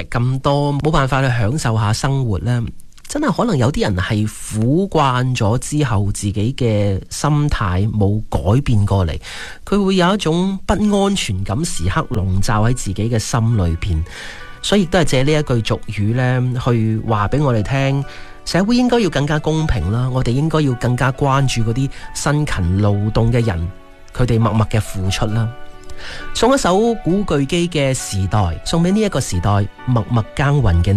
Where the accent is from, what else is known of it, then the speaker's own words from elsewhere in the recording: Guangdong, China; 其实呢句俗语咧都几反映到我哋广东人务实嘅精神啦。